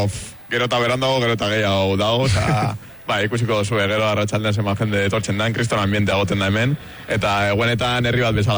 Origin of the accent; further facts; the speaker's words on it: Bilbao, Basque Country, Spain; Ez, gu bilbotarra gara